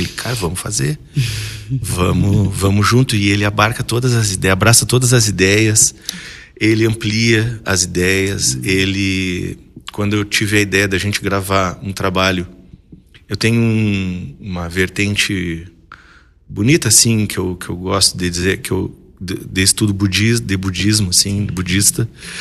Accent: Bagé, Rio Grande do Sul, Brazil; now in Rio Grande, Brazil; Sobre Bagé um pouco, que é a minha terra natal.

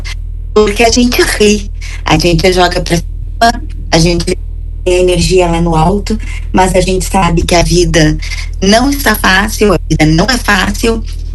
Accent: Uruguaiana, Rio Grande do Sul, Brazil; now in Pelotas, Brazil; Eu sou originária de Uruguaiana, vivo em Pelotas há 30 anos

